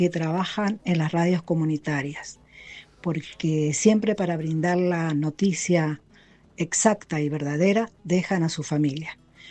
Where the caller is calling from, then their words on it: Las Heras, Mendoza, Argentina; de Las Heras.